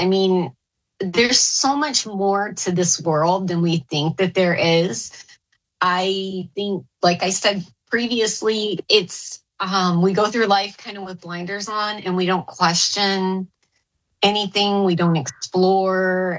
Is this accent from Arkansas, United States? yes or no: yes; Arkansas, United States; born or raised there; also born or lived in Texas